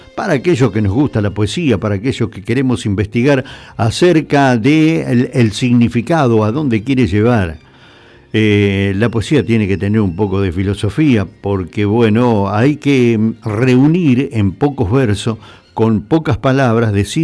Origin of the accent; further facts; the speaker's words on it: Argentina; somos así los argentinos, ¿eh?